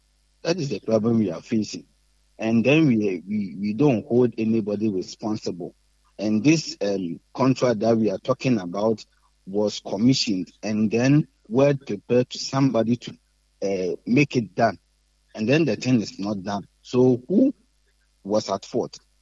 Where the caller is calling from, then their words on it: Takoradi, Western Region, Ghana; I'm calling from Takrady.